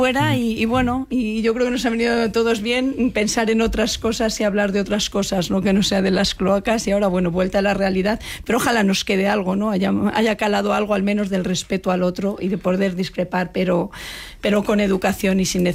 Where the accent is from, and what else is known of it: Spain; now in Madrid, Spain